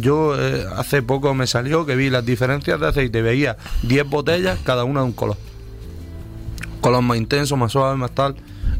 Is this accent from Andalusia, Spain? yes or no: yes; Andalusia, Spain; las mermeladas del Oruso, que están en Sabores de Almería y está justo al lado de mi pueblo